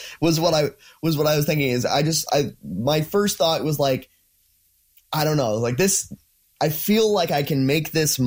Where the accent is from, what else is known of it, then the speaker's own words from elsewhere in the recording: Coalhurst, Alberta, Canada; So I grew up in Coalhurst, Alberta.